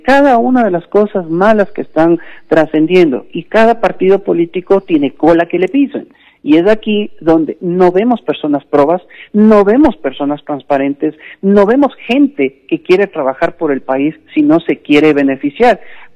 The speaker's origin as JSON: {"language": "Spanish", "country": "Ecuador", "said": "nosotros como ecuatorianos"}